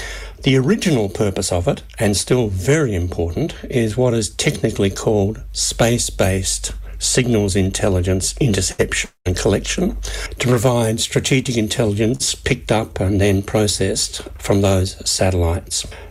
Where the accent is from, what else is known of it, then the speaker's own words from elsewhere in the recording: Melbourne, Victoria, Australia; from Melbourne, from NAM land, and I work now as an independent researcher on intelligence and defence issues in Australia.